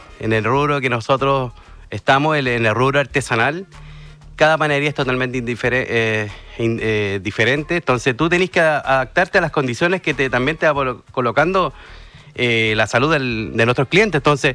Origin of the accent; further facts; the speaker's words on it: Peñaflor, Santiago Metropolitan Region, Chile; Nosotros llegamos hace 6 años acá. Yo vengo de Peñaflor, conjunto con mi pareja.